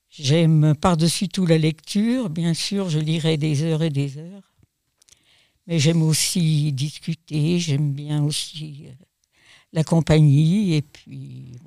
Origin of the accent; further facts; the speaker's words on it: Ugine, Auvergne-Rhône-Alpes, France; J'ai bientôt 87 ans. Je suis uginoise de souche. Et je finirai ma vie à Ugine, certainement. Je suis l'aînée de 5 enfants.